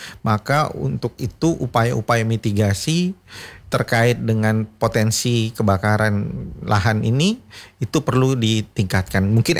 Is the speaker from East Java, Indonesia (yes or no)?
no; West Nusa Tenggara, Indonesia; termasuk saya sendiri juga sebagai warga NTB